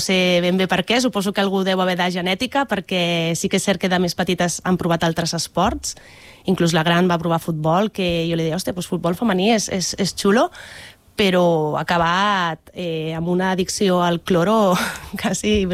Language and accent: Catalan; L'Hospitalet de Llobregat, Catalonia, Spain; now in Cornellà de Llobregat, Spain; A mi m'agrada dir que sóc de Bellvitge, ho dic amb molt d'orgull.